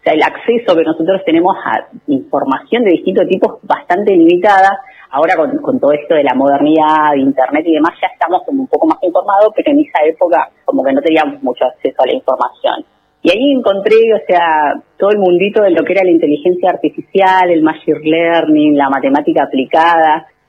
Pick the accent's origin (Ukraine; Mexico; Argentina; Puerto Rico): Argentina; Lago Blanco, Chubut; moved away as an adult; also born or lived in Comodoro Rivadavia; now in Santa Fe, Argentina; Soy de Lago Blanco, estudié mi primario y mi secundario en Lago Blanco. Bueno, después viajé a Comodoro Rivadavia, donde cursé mi licenciatura en matemática. Y bueno, y después la vida me trajo a Santa Fe, al Instituto de Matemática Aplicada